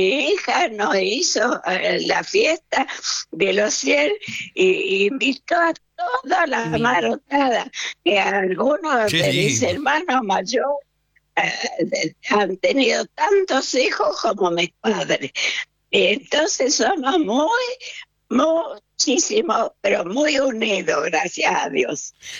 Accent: La Gallareta, Santa Fe, Argentina

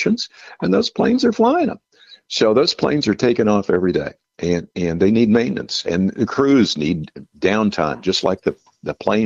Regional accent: Sandwich, Illinois, United States; born there; I went to high school in Sandwich.

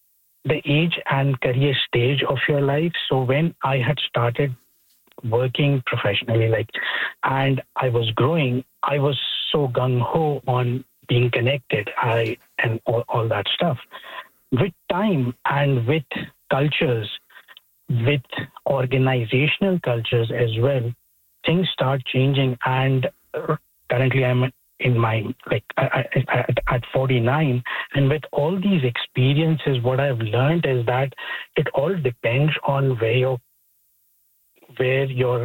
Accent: Pakistan; also born or lived in United Arab Emirates / Australia; now in Canada; I'm originally from Pakistan, and I've lived in the UAE, then Australia, and before moving to Canada.

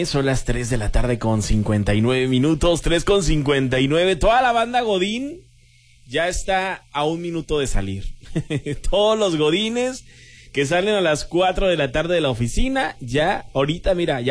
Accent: Guerrero, Mexico; Voy a ir por una sandía a Guerrero, a mi tierra natal.

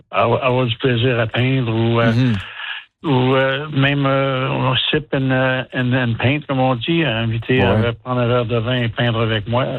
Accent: Montreal, Quebec, Canada; Ben j'ai grandi à Montréal avec Jean-Bigot, Maurice Richard.

